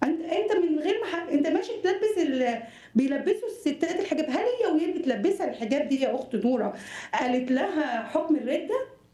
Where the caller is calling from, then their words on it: Egypt; احنا مصريين